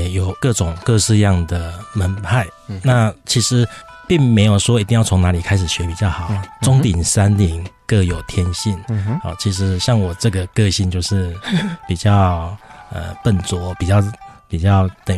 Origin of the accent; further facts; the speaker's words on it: Lukang, Changhua County, Taiwan; 有时候我们来自鹿港，也是算乡下地区的小孩，